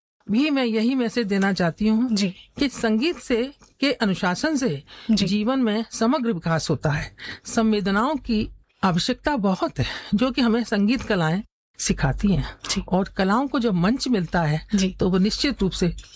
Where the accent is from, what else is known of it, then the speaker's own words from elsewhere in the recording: Firozabad, Uttar Pradesh, India; born there; मेरा जन्म 1961 में हुआ था फिरोजाबाद में।